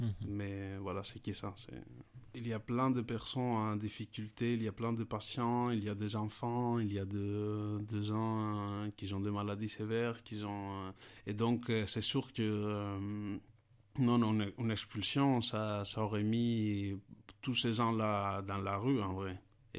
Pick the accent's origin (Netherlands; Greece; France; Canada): Greece; Kavala, Eastern Macedonia and Thrace; moved away; près de ma ville natale, la Kavala